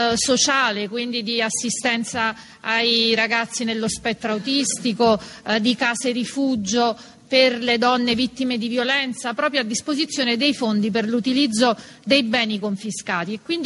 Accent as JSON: {"language": "Italian", "town": "Giugliano in Campania", "region": "Campania", "country": "Italy", "said": "Io sono di Giugliano, una grande città non capoluogo, 130.000 abitanti"}